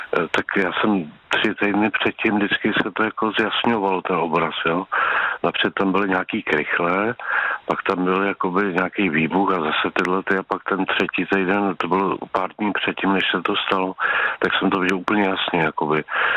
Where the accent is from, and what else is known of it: Prague, Czechia